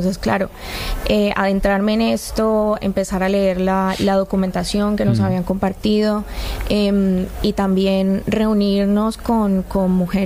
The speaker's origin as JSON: {"language": "Spanish", "country": "Colombia", "said": "Sí, soy colombiana, pero no tengo, o sea, no tengo historias cercanas."}